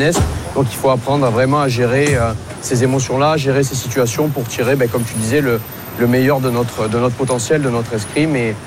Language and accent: French; Marseille, Provence-Alpes-Côte d'Azur, France